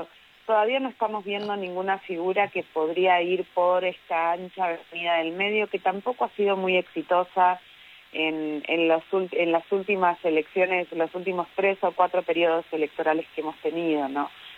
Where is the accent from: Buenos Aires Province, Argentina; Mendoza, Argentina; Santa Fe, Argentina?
Buenos Aires Province, Argentina; Lincoln; born there; now in Buenos Aires, Argentina; yo soy de Lincoln, pero vivo en Buenos Aires.